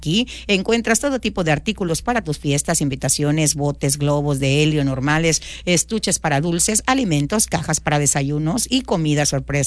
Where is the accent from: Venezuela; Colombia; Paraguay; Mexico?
Mexico; Así somos los mexicanos y los mapanecos